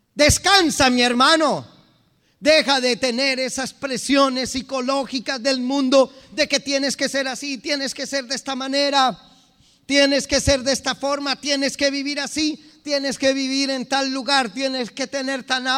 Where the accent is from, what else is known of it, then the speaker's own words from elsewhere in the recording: Colombia; Yo soy feliz, soy colombiano, me siento feliz de serlo.